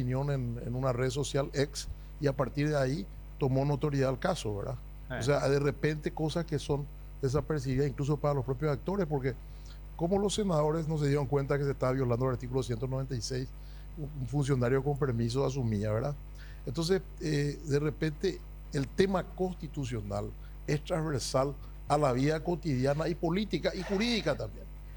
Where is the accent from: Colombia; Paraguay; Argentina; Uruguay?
Paraguay; como abogado constitucionalista, como paraguayo, como ex constituyente, como ex senador